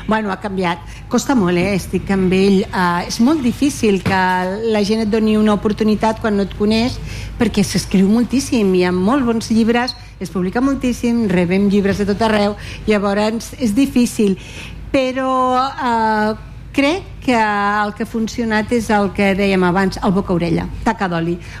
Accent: Catalonia, Spain; som bilingües, com la majoria dels catalans, soc bilingüe, i llavors soc competent amb amb dues llengües.

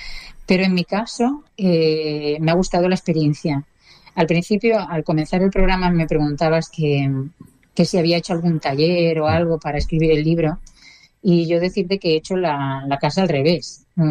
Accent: Menorca, Balearic Islands, Spain

